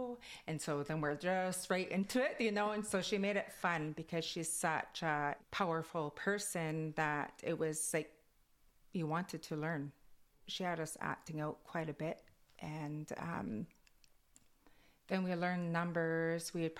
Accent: British Columbia, Canada; accent: Kwakwala; first language Kwakwala; English is a second language; And so my accent from Kwakwala goes into English.

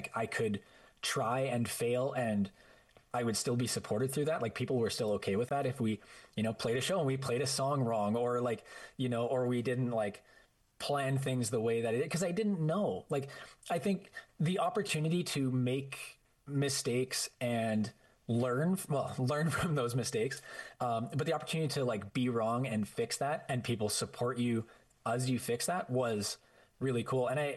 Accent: Prince George, British Columbia, Canada; moved away as an adult; now in Calgary, Canada; that was my hometown for most of my growing up, and then, you know, my young adult life and stuff like that too.

